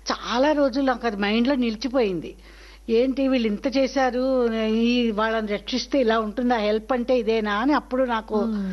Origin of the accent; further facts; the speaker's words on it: Andhra Pradesh, India; born there; moved away as an adult; now in Hyderabad, India; ఎప్పుడు మా ఊరు నుంచి రాజమండ్రికి, రాజమండ్రిలో మా అమ్మగారు ఉండేవారు, పడవలోనూ వెళ్ళేవాళ్ళం అనమాట లాంచ్లో.